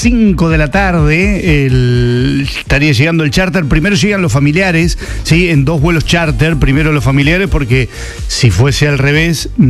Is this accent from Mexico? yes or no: no; Colombia; Yo soy de otro país, yo soy una colombiana que reside en el mundo